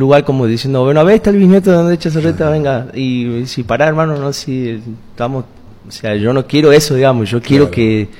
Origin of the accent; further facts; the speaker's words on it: Tucumán, Argentina; born there; Sí, yo soy nacido en Tucumán.